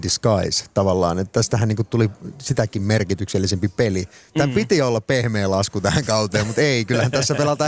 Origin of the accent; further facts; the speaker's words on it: Kuopio, North Savo, Finland; also born or lived in Tampere; now in Helsinki, Finland; Kertokaa mulle, kun mä oon kuopiolainen ja mulla ei ole ikinä ollut kuin yksi jengi.